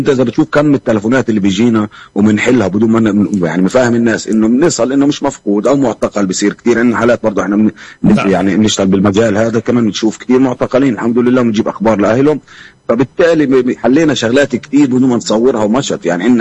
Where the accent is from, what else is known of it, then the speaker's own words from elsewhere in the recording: Jerusalem, Palestine; وأنا كابن القدس الوطن الجميل والمدينة الجميلة وابن البلد القديمة كلياتنا إخوان ننتمي لها تراب هذا الوطن الجميل